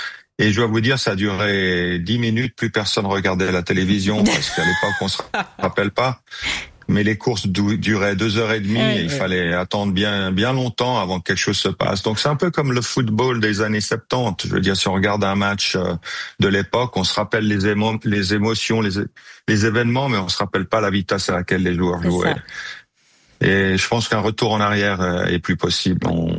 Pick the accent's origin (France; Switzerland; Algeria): Switzerland